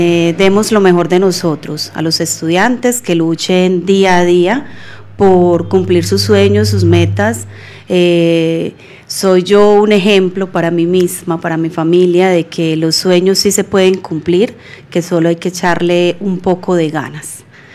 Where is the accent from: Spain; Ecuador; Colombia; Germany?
Colombia; Tarazá, Antioquia; Vengo del municipio de Tarazá.